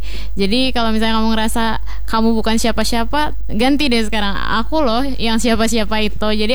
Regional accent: Central Kalimantan, Indonesia; Jadi kalau … kan pribadi Dayak Ngaju.

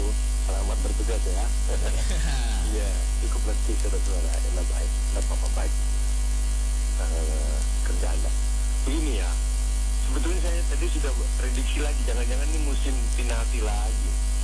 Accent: Samarinda, East Kalimantan, Indonesia; saya orang Samarinda ini, yeah. Orang Kalimantan Timur, dengan adanya nanti ibu kota, tinggal sini, daerah kami terbuka

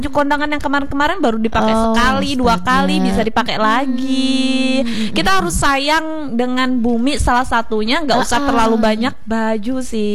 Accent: Pulang Pisau, Central Kalimantan, Indonesia; born there; Aku kan aslinya pulang pisau. Aku aslinya Jawa loh.

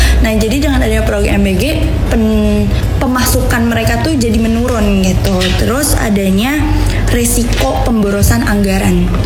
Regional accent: West Sumatra, Indonesia; asal saya dari Sumbar.

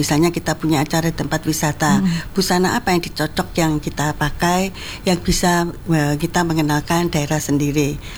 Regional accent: Jember, East Java, Indonesia; kalau kita orang Jember

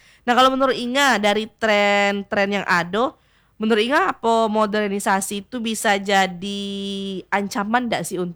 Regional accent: Kedurang, Bengkulu, Indonesia; saya orang Kedurang ya Inga yo.

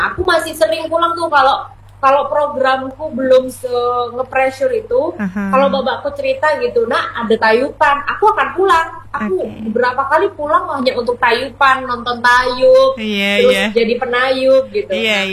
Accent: Madura, East Java, Indonesia; aku sebagai orang Madura

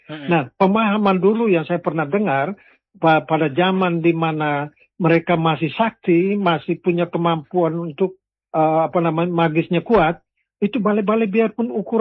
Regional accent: East Nusa Tenggara, Indonesia; saya orang Lio.

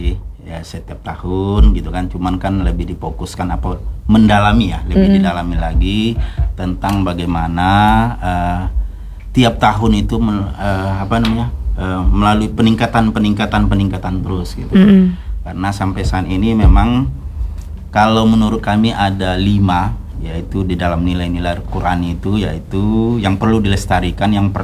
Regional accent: Riau Islands, Indonesia; kita sebagai anak Melayu, orang Melayu di Provinsi Kepulauan Riau

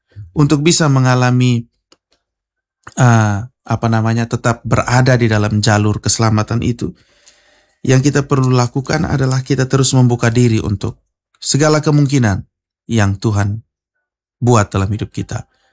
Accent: Kupang, East Nusa Tenggara, Indonesia; Kalau kita orang Kupang kan bilang, sudah le, lu mengajar saya di situ teh

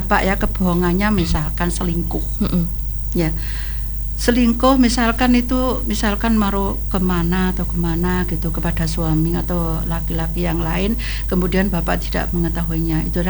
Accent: Indonesia; karena saya juga orang Tawang Gede.

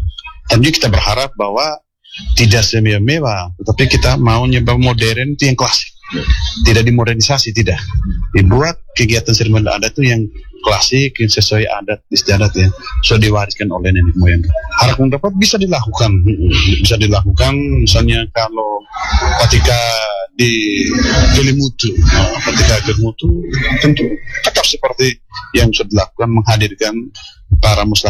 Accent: East Nusa Tenggara, Indonesia; kebiasaan ini kita orang Endelio berkhususnya bahwa ritual itu merupakan acara yang sangat sangat sakral

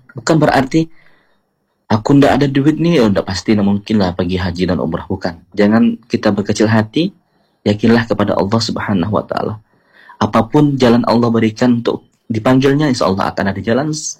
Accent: West Kalimantan, Indonesia; now in Sanggau, Indonesia; kampung halaman saya, Mbak. Kalau halaman saya adalah di Kabupaten Sambas

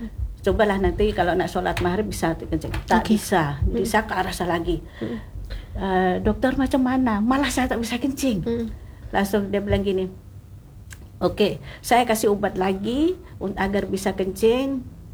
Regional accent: Tanjung Pinang, Riau Islands, Indonesia; saya orang Pinang

